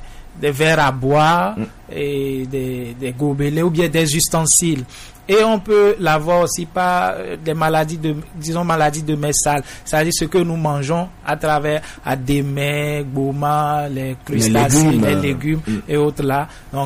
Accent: Togo; chez nous au Togo

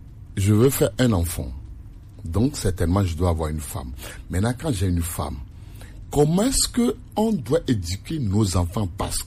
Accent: Togo; parce que moi, je suis Togolais.

